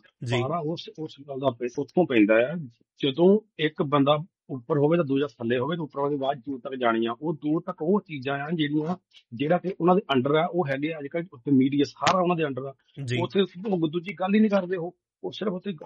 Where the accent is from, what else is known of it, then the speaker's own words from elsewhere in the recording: Punjab, India; moved away; ਅਸੀਂ ਉੱਥੇ ਜੰਮੇ ਪੜੇ